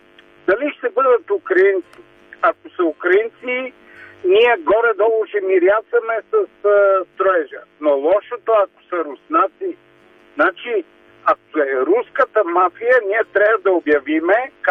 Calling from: Sofia, Sofia City, Bulgaria; Аз съм софиянец, аз ги живея нещата в София

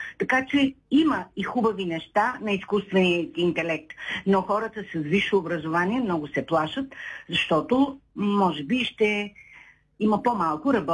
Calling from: Shumen, Shumen Province, Bulgaria; съм от Шумен.

